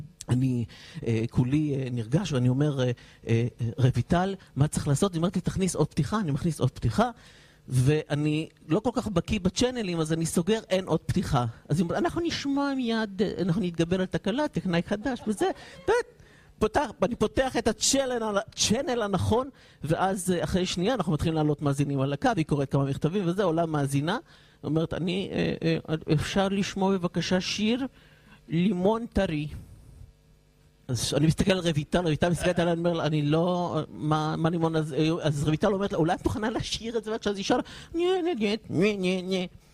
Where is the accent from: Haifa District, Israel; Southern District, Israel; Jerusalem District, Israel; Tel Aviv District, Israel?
Haifa District, Israel; Haifa; אני בחור חיפאי אגב, שמגיע מחיפה, אין לי כזה רקע להיות בתרבות או משהו כזה, אני פשוט כזה פרובינציאל.